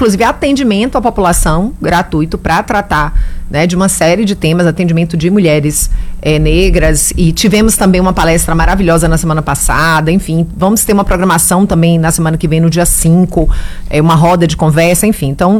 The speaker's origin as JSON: {"language": "Portuguese", "region": "Bahia", "country": "Brazil", "also_born_or_lived": "Belo Horizonte", "said": "eu fiz faculdade em BH, eu sou baiana, mas fiz faculdade em BH e eu amo BH"}